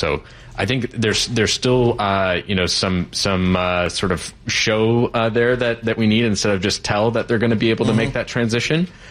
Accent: Michigan, United States; I grew up in Michigan, been around these companies a long time.

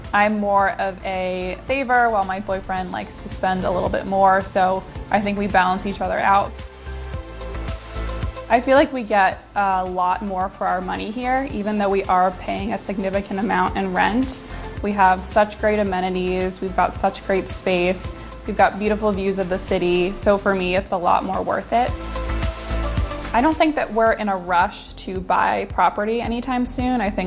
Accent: New Jersey, United States; So we decided to stay in Jersey City. And also, I'm from New Jersey originally, so it's nice for me to be close to home as well.

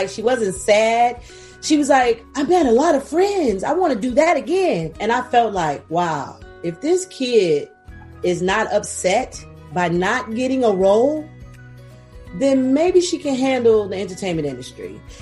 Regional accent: Chicago, Illinois, United States; I'm from Chicago.

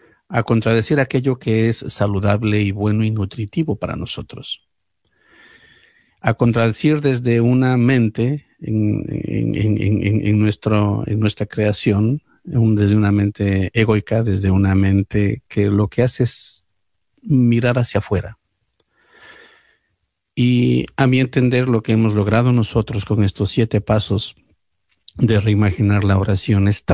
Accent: Ecuador; now in New York, United States; En el año 1994 yo vine del Ecuador a Nueva York.

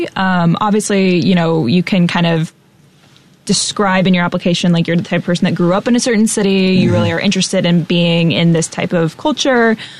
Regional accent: California, United States; now in Chicago, United States

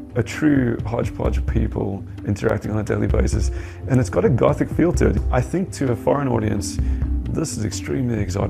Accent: South Africa; And we are uniquely South African in very different

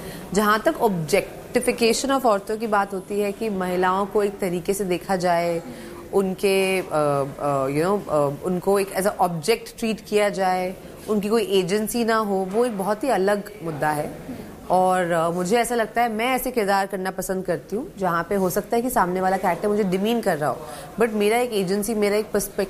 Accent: Delhi, India; एक लड़की जो दिल्ली में पली बड़ी हो, बहुत ही मध्यम वर्गीय परिवार में

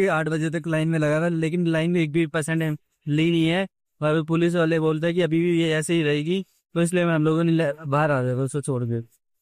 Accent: Noida, Uttar Pradesh, India; और मैं नोएडा से आया हूँ

